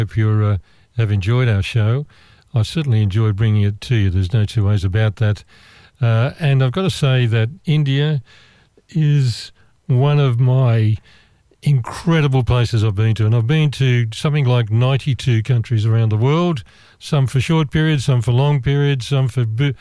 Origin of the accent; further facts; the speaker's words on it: Australia; As an Australian, what you're expecting, or as a Westerner